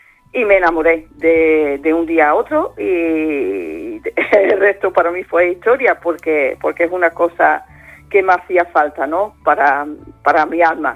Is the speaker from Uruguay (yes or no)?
no; Netherlands; Spanish is a second language; moved away; also born or lived in Lebanon; nacida libanesa, pero me crié en Holanda, adoptada, ¿no? En Holanda, entonces, con una crianza muy holandesa